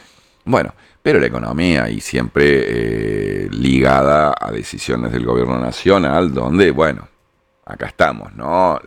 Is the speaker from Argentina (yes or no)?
yes; Alta Gracia, Córdoba, Argentina; Nosotros somos una ciudad de cabecera de departamento en Altagracia, muy cerquita de Córdoba, somos una extensión de Córdoba capital prácticamente.